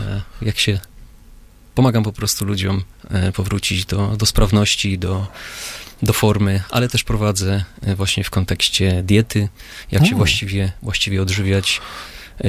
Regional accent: Łódź, Łódź Voivodeship, Poland; moved away as an adult; Tak, pochodzę z Łodzi.

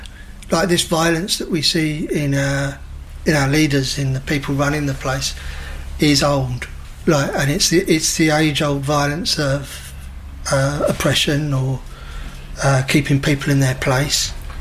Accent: United Kingdom; And I think, as British people, incidentally, Helen's Canadian, Karen's Northern Irish, so, yeah.

